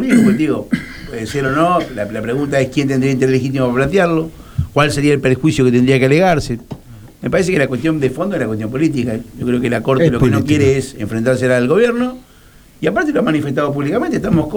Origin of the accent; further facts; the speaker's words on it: Argentina; Yo como ciudadano argentino